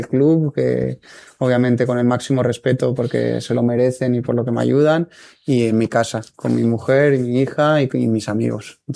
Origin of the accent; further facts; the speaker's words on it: Barcelona, Catalonia, Spain; now in Valencia, Spain; yo soy de Barcelona, que está cerquita.